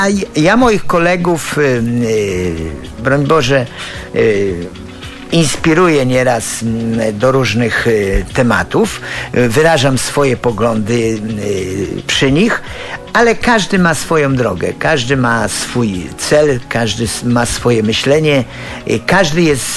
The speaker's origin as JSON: {"language": "Polish", "town": "Zgierz", "region": "Łódź Voivodeship", "country": "Poland", "said": "u nas w Zgierzu głównie to był taki klub Zgierz 2000."}